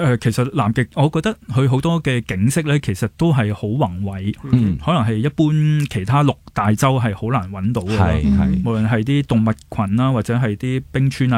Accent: Hong Kong; 我一个香港人

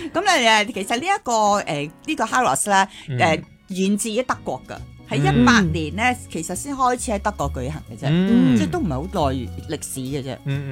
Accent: Hong Kong

